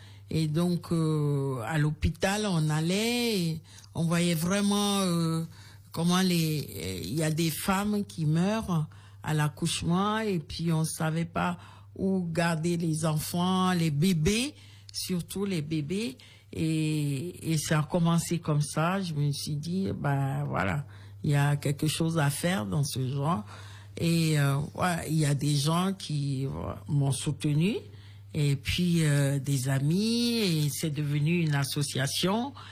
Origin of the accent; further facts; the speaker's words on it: Kpalimé, Plateaux, Togo; Je suis originaire de Palimé.